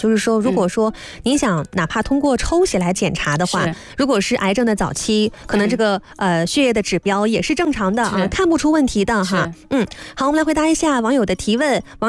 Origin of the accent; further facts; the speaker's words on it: China; 我们中国人